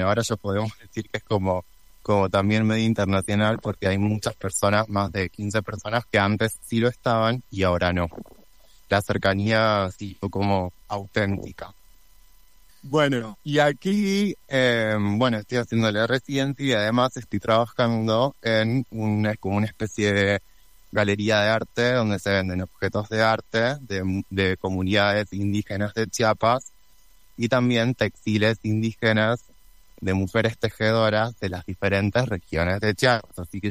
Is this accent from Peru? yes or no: no; Argentina; moved away as an adult; now in San Cristóbal de las Casas, Mexico; la estructura social es también totalmente distinta a la nuestra como argentinos